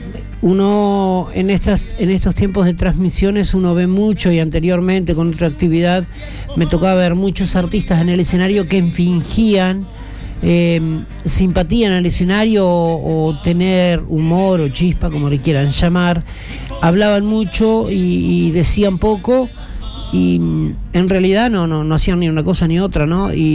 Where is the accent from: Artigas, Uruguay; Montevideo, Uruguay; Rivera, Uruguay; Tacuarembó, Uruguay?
Tacuarembó, Uruguay